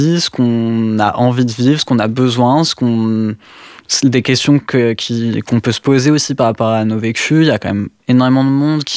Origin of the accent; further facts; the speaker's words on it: Auvergne-Rhône-Alpes, France; moved away as an adult; also born or lived in Lyon; now in Nord, France; moi, j'ai pas grandi dans le Nord, j'ai grandi dans l'Ain.